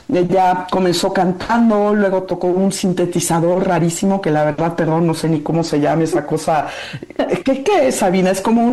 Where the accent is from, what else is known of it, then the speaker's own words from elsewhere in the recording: Mexico City, Mexico; soy chilanga y he vivido en esta ciudad, no solamente en este país, toda mi vida